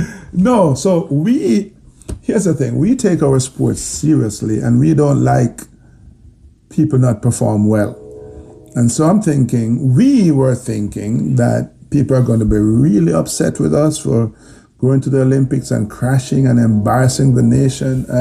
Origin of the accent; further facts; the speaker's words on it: Jamaica; The fact that we're from Jamaica and have very limited resources and so on does not factor.